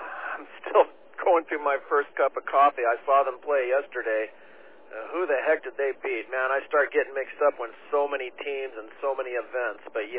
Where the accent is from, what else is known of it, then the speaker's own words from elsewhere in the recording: California, United States; I've been down here my entire life in Southern California.